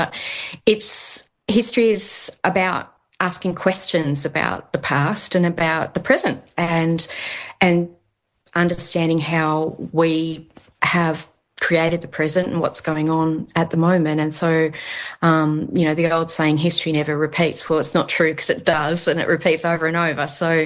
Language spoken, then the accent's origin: English; Tasmania, Australia; I was raised in Tasmania